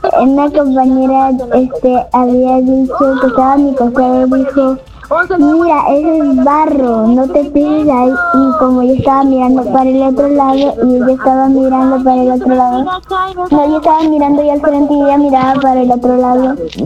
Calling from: Chiclayo, Lambayeque, Peru; soy de Chiclayo.

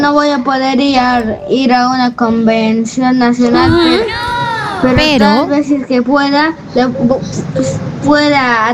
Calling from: Pichanaki, Junín, Peru; soy de Pichanaki.

